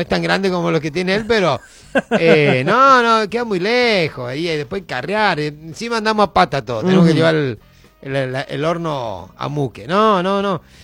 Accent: Argentina; nosotros, como somos argentinos

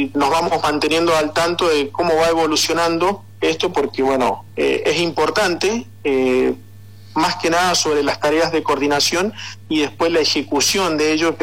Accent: Paso de los Libres, Corrientes, Argentina; conterráneo mío, porque los dos somos correntinos, de Paso de los Libres

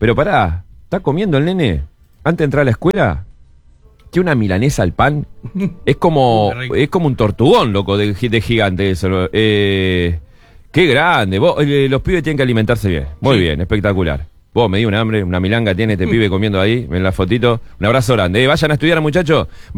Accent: Uruguay

